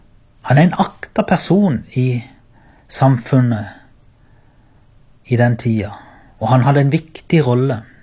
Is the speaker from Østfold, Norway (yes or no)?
no; Byremo, Agder, Norway; Jeg kommer fra Byremo og hører til menigheten Ebenezer Byremo.